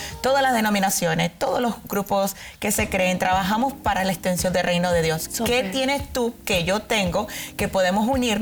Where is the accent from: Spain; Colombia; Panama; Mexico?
Panama; born there; como yo nací en Panamá, yo dije, no, yo tengo que ir de panameña.